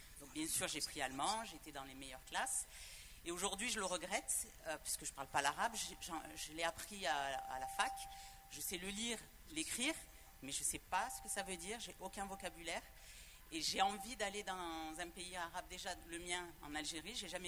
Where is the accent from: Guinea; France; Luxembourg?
France; Aix-en-Provence, Provence-Alpes-Côte d'Azur; born there; je suis née en France, à Aix-en-Provence.